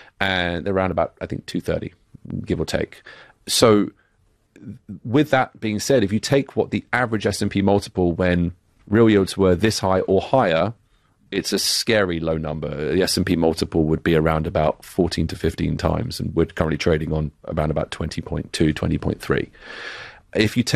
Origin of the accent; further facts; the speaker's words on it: United Kingdom; accent: British; Oh, I thought you were going to say, well, it's my British accent that makes me sound more.